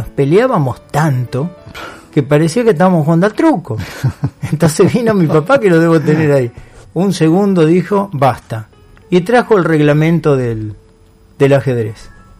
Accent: Santa Fe, Argentina; no somos puntuales los santafesinos.

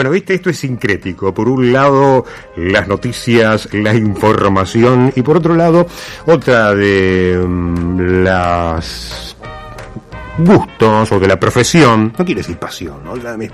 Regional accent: Santa Fe, Argentina; somos santafesinos. Somos santafesinos. Así que estamos en Santa Fe.

